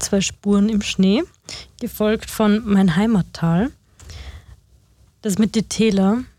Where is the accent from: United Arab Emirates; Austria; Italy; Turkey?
Austria; Tyrol; Na, ich komme nicht aus dem Tal. Ich habe ins Tal geschaut.